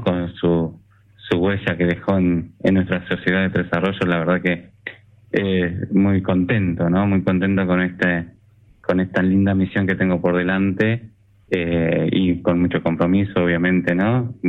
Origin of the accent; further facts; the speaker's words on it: Pedro Luro, Buenos Aires Province, Argentina; Yo me nací y me crié ahí en Pedro Luro. Así que bueno, soy del sur de la provincia.